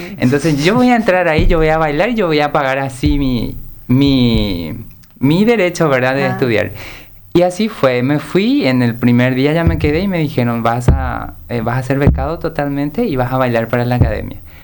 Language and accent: Spanish; Caaguazú, Paraguay; now in Asunción, Paraguay; Yo vine del interior de Caguazú. Vine en Asunción, en Trinidad, empecé a trabajar como vendedor en una ferretería.